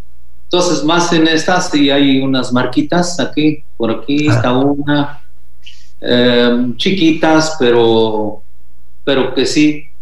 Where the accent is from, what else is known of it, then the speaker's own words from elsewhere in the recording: Santa Cruz Xoxocotlán, Oaxaca, Mexico; Santa Cruz, Jocotlán, que es nuestra cabecera municipal